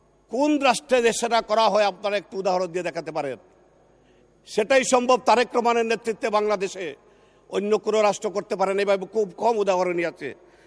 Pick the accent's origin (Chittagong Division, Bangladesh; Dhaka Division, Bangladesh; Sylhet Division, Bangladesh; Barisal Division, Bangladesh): Sylhet Division, Bangladesh; moved away; আমার বাড়ি সিলেট